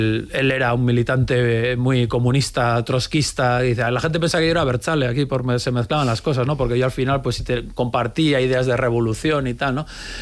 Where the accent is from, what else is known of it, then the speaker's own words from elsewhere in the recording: San Sebastián, Basque Country, Spain; Yo soy de San Sebastián, del año 76